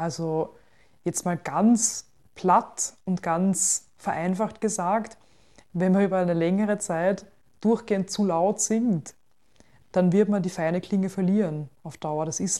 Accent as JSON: {"language": "German", "region": "Lower Austria", "country": "Austria", "tie": "born or raised there", "said": "Ich bin auf einem Bauernhof in Niederösterreich"}